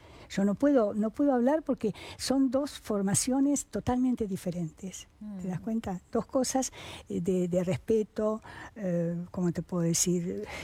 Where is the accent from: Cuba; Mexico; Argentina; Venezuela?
Cuba; Yo soy cubano, soy abogado, yo no.